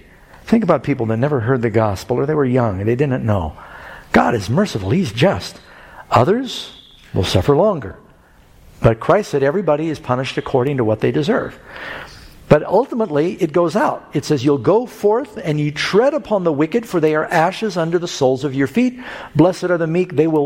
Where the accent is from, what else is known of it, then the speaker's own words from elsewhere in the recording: New York City, New York, United States; When I grew up in New York City, we'd walk out of our apartment.